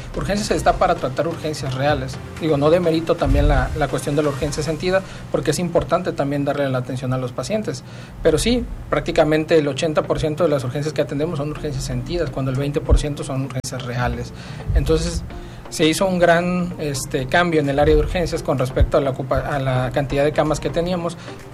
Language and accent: Spanish; Mexico; Como mexicanos, digo, me incluyo yo también